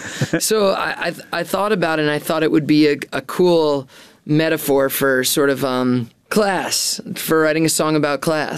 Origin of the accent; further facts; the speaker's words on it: East Coast, United States; I grew up on the East Coast here. And in a very working class family, my dad worked in a factory.